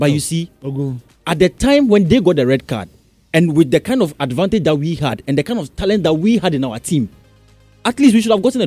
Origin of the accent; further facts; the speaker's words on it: Ghana; I'm still a Ghanaian.